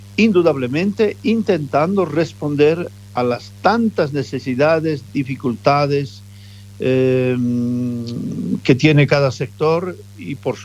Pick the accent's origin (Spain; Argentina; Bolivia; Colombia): Bolivia; ¿cómo no vamos a reclamar como bolivianos que la gasolina es trucha, es basura?